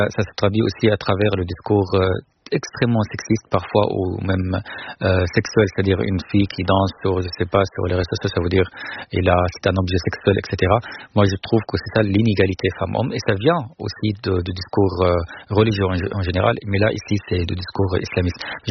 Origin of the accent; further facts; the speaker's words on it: Syria; now in France; tel pays d'où je suis venu, je viens de la Syrie